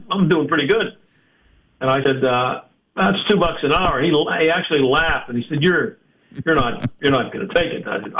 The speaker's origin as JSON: {"language": "English", "town": "Pittsburgh", "region": "Pennsylvania", "country": "United States", "tie": "born or raised there", "said": "I grew up in South Hills of Pittsburgh suburb, you know. So I was a Pittsburgh kid"}